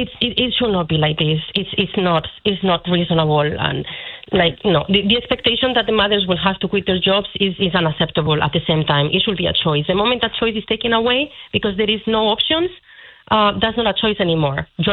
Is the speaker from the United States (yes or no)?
no; Madrid, Community of Madrid, Spain; now in Ireland; I'm from Madrid, originally.